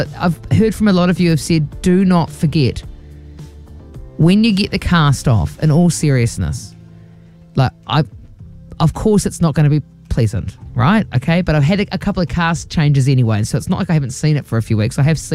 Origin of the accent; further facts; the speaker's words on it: Dargaville, Northland, New Zealand; I'm from Dargaville.